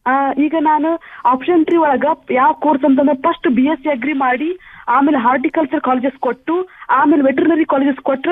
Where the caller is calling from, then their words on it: Gadag district, Karnataka, India; ತಾಲೂಕು ರೋಣ ಗದಗ ಜಿಲ್ಲೆ ಬೆಳವಣಿಗೆಯಿಂದ.